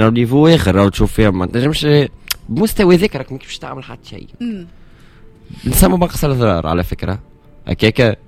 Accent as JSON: {"language": "Arabic", "town": "Bizerte", "region": "Bizerte Governorate", "country": "Tunisia", "tie": "born or raised there", "said": "نخرج حاجه انا في وليد بنزرت نخرج حاجه"}